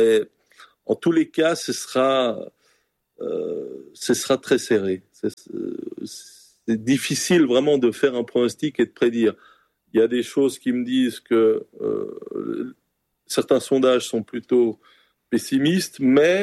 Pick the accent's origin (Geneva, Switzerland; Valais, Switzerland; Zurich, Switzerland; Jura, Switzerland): Geneva, Switzerland